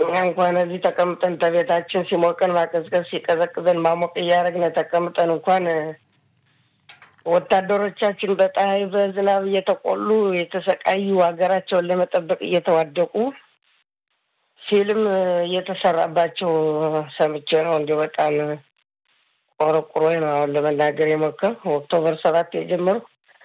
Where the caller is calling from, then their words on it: Beersheba, Southern District, Israel; ጋዝን ወለባላሉ ከቢርሸባ